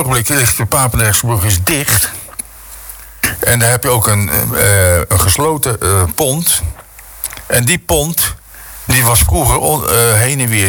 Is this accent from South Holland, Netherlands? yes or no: yes; Rotterdam, South Holland, Netherlands; also born or lived in Dordrecht; Ik ben natuurlijk hier opgegroeid in Rotterdam. Maar ook veel in Dordrecht geweest. Want mijn moeder kwam uit deze regio. Dus ik heb eigenlijk binnen twee steden. Maar goed, Rotterdam ben geboren en getogen.